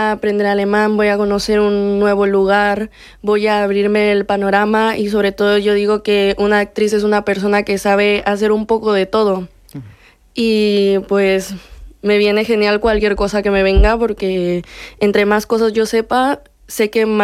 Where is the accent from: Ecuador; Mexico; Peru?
Mexico; now in Córdoba, Argentina; Soy mexicana y tengo ya 4 años viviendo aquí en Córdoba capital.